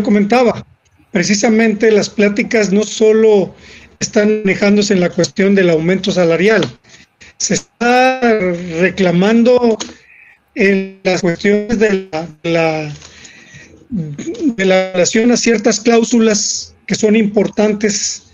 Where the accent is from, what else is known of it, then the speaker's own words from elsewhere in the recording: Mexico; también nosotros somos mexicanos